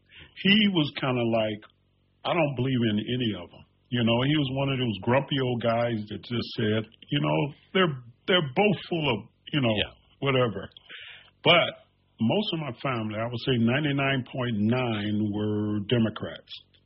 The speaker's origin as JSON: {"language": "English", "town": "Cincinnati", "region": "Ohio", "country": "United States", "tie": "born or raised there", "said": "And I grew up in Ohio, and so in the inner city there of Cincinnati. Okay. So that's where I'm from."}